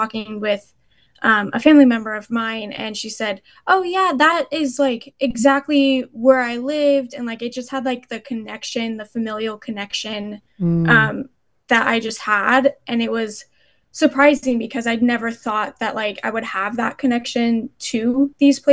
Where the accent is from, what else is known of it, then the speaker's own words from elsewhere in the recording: Boise, Idaho, United States; I was born and raised in Boise and in Idaho in general